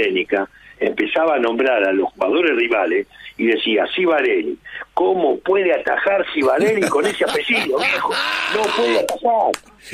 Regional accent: Ramos Mejía, Buenos Aires Province, Argentina; yo nací en Ramos Mejía, sí. Viví en Ramos Mejía

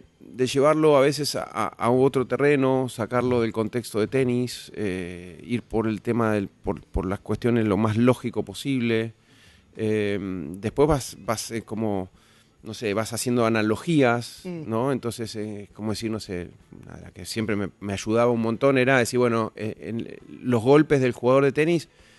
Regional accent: Argentina; Y vos, porque sos un argentino y qué sé yo.

